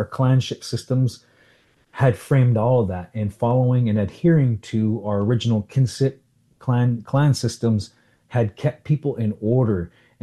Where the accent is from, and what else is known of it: Salt River, Arizona, United States; born or raised there